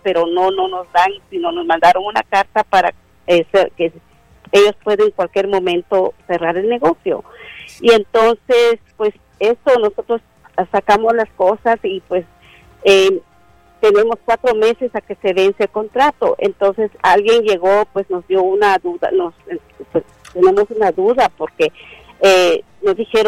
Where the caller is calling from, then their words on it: Houston, Texas, United States; De Houston.